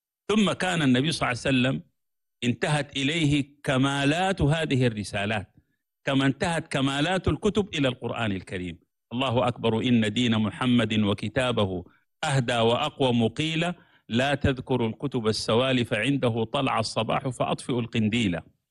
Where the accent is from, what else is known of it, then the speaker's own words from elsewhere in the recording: Sudan; فانا سوداني بمنطق وطن الجغرافيا، افريقي بمنطق وطن الجوار، وانتمي الى الامه العربيه بمنطق اللسان من المحيط الى الخليج، وانتمي الى الامه الاسلاميه بمنطق العقيده من طنجه الى جاكرتا،